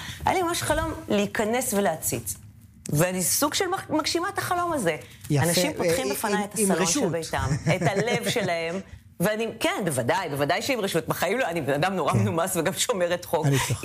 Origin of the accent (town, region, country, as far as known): Kiryat Ono, Tel Aviv District, Israel; born or raised there